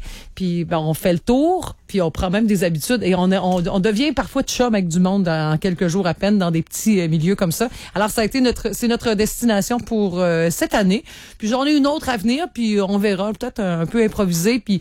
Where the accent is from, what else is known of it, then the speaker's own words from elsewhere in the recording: Cap-à-Baleine, Quebec, Canada; on reste par chez nous au Cap-à-Baleine. Je te comprends, mon cher, c'est là que j'ai grandi.